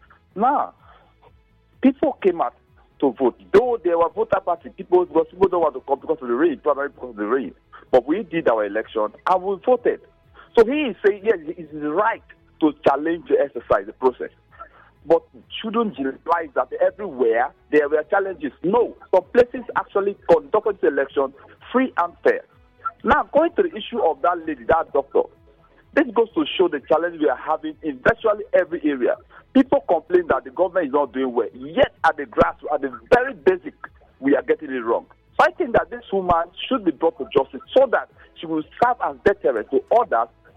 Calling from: Bori, Rivers, Nigeria; I'm calling from Bori.

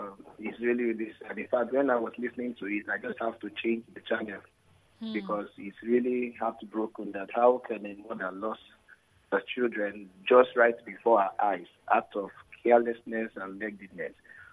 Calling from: Obogoro, Nigeria; I'm calling from Obogoro.

